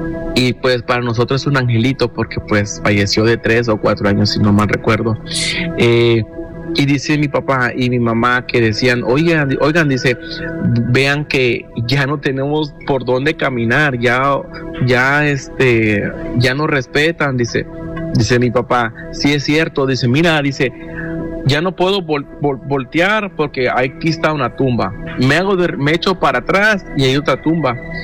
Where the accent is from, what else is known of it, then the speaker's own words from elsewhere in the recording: Tonalá, Chiapas, Mexico; now in Omaha, United States; estoy aquí en Omaha, Nebraska. Soy del estado de Chiapas. del municipio Tonalá, Chiapas, zona costera, frontera con Guatemala. Ahí está su humilde casita, cuando gusten.